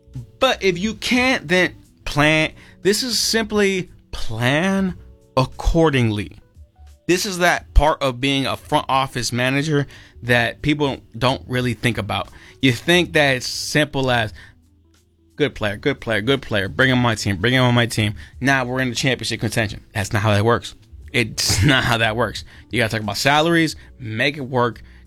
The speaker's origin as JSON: {"language": "English", "town": "Chicago", "region": "Illinois", "country": "United States", "said": "I'm a Chicagoan, not a Philadelphian"}